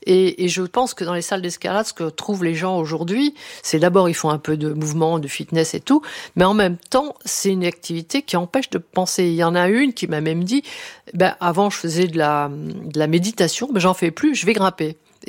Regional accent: Fontainebleau, Île-de-France, France; Je me souviens, quand j'étais gamine à Fontainebleau, je pense que c'est ça qui me plaisait

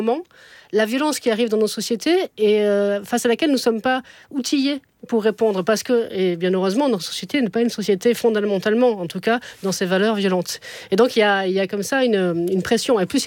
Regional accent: Montpellier, Occitanie, France; born there

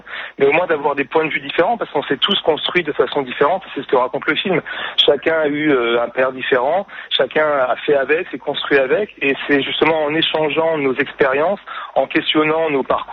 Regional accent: Nice, Provence-Alpes-Côte d'Azur, France; Le vrai niçois, c'est moi. Moi, je suis né à Nice.

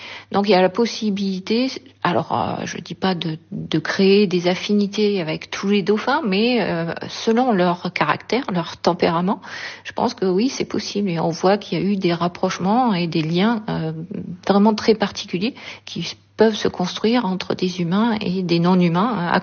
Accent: Southern France, France; accent: southern French; comme moi, j'ai un accent du sud

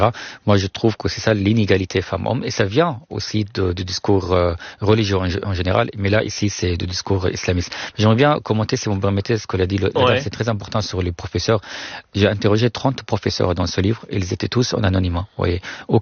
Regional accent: Syria; quand je dessine la carte de Moyen-Orient au tableau et j'indique tel pays d'où je suis venu, je viens de la Syrie, ça c'est le Liban, ça c'est Israël.

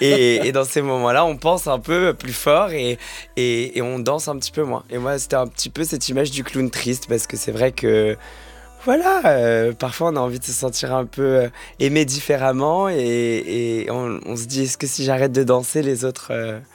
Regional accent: France; on est français

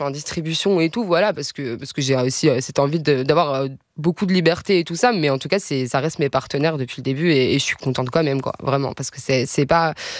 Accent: Montigny-le-Bretonneux, Île-de-France, France; accent: Paris suburbs voice; je suis de banlieue parisienne, je viens de Saint-Quentin en Yvelines, Montigny-le-Bretonneux. Voilà, j'étais à la fois dans des jolis parcs, et à la fois il y avait les HLM à côté. Et en fait, j'ai passé une jeunesse très populaire

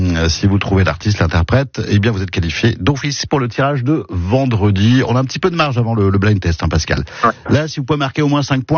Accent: Hauts-de-France, France; Jules Verne est décédé chez nous en Picardie

